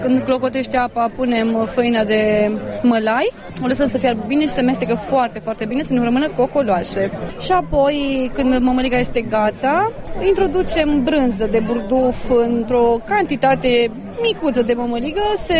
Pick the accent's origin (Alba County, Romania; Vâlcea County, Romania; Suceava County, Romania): Vâlcea County, Romania; Băișoara; suntem din Băișoara, județul Vâlcea.